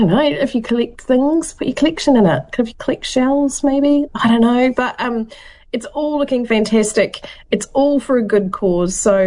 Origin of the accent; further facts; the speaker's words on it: Southland, New Zealand; And you're right, I am from Southland, and I've lost my accent over the years, but when I go back to Southland, it comes back.